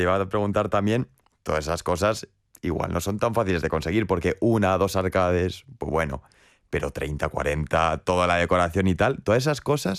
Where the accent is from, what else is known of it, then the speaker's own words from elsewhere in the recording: Logroño, La Rioja, Spain; moved away; yo tengo la suerte de que soy también de Logroño y encima he crecido bastante cerca de vuestro local, por lo que yo desde pequeño pues pasaba por delante